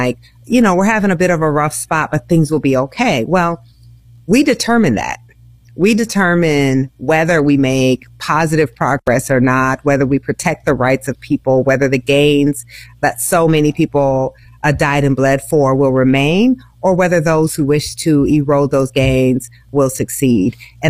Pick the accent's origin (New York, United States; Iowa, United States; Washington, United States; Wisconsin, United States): Iowa, United States; My home state of Iowa